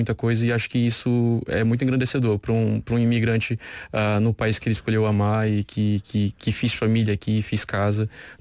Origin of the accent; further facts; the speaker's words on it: Brazil; now in Portugal; E eu não conhecia o Marco porque eu vim do Brasil.